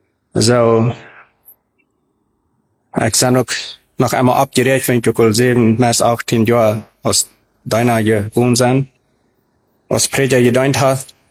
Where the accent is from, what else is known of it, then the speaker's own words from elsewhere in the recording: Paraguay; also born or lived in Mexico; Ich bin in Mexiko geboren und in 1973. Meine Eltern traten in Paraguay, als ich ein Jahr war. Wird immer ein Jahr. Bloß bin ich dann die meiste Zeit abgewachsen.